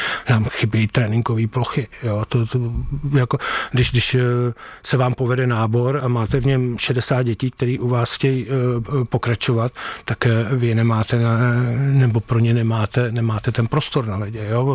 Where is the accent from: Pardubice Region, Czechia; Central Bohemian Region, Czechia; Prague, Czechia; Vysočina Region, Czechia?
Prague, Czechia; tak jsem na všechno koukal optikou Prahy, protože jsem z Prahy celý život, jsem prožil v Praze